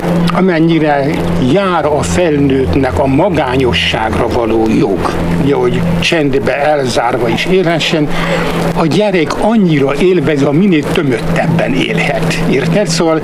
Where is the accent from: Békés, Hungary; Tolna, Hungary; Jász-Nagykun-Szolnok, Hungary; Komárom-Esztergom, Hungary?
Tolna, Hungary; Én falutól messze első puszta az, ahol én születtem, Rátszeg, Felső Rátszegre, ez a Simontornya és Sárszentlőrinc között. Ott volt az apám urodalmi főgépész.